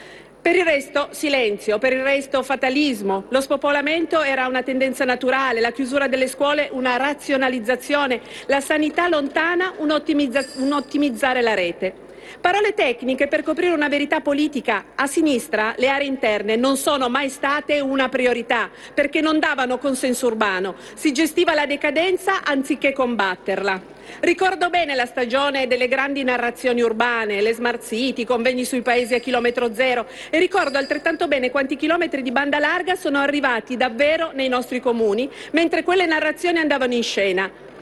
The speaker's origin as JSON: {"language": "Italian", "town": "Cuneo", "region": "Piedmont", "country": "Italy", "said": "lo dico da piemontese, da cuneese"}